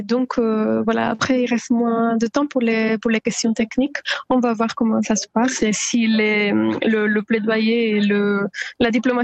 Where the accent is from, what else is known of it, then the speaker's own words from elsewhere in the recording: Southern Italy, Italy; moved away; Moi, personnellement, je suis italienne, je viens du sud d'Italie